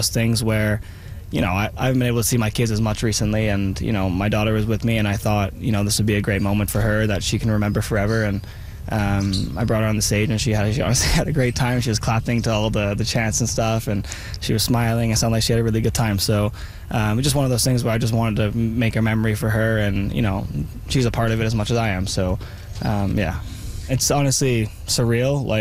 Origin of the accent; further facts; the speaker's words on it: Canada; especially the first game is here in my hometown.